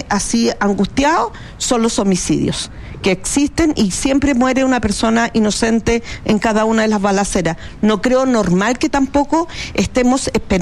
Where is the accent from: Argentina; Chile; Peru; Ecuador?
Chile; estamos sintiendo que somos chilenos de segunda categoría